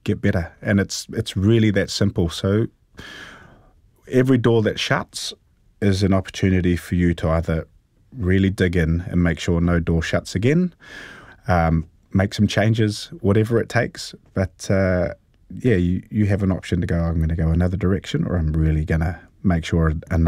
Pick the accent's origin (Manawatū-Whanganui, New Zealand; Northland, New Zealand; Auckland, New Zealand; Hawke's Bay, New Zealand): Hawke's Bay, New Zealand; Hastings; I grew up in Hastings.